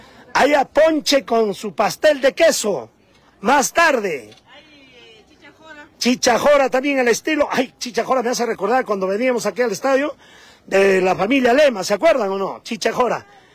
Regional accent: Coracora, Ayacucho, Peru; ¿Qué le parece mi tierra, Coracora?

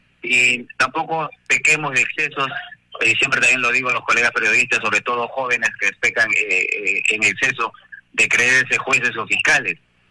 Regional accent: Palpa, Ica, Peru; moved away; Feliz de haber llegado hace unos minutos aquí a mi tierra de Palpa

